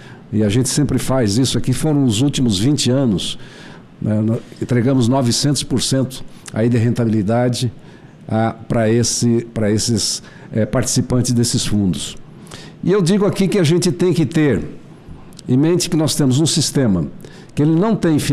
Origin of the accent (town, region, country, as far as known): Brazil